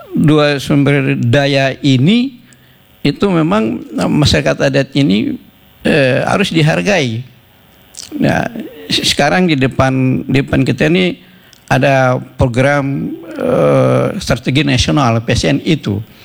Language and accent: Indonesian; Papua, Indonesia; Karena pikiran saya ini, kita Papua ini mungkin dibayar ras negroid ya.